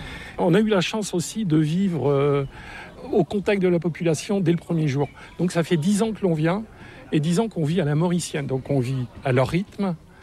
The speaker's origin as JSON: {"language": "French", "town": "Brest", "region": "Brittany", "country": "France", "said": "Oui, je viens de Brest, Plougastel-Daoulas"}